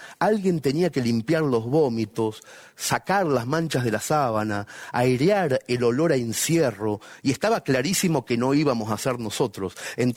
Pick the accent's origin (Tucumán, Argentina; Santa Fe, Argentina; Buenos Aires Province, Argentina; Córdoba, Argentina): Buenos Aires Province, Argentina; Mercedes; En mi pueblo natal, en Mercedes